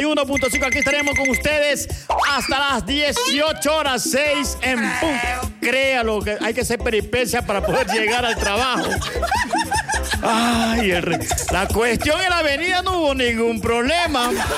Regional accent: Ecuador; como buenos ecuatorianos que somos.

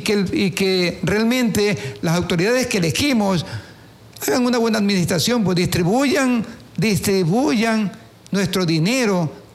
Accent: Quevedo, Los Ríos, Ecuador; soy de San Camilo

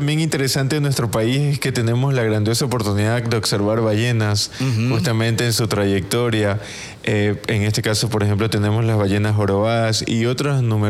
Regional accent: Ecuador; nuestros ciudadanos, nosotros como ecuatorianos, visitemos estos lugares.

